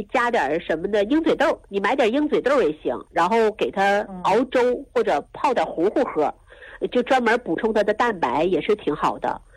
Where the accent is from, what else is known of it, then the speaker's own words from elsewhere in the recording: Jilin, China; moved away; 我们老家因为是长白山脉嘛，属于国家的自然保护区